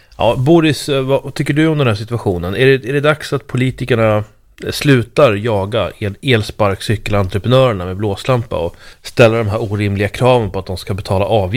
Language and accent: Swedish; Uppsala, Uppsala County, Sweden; det är från min hemstad Uppsala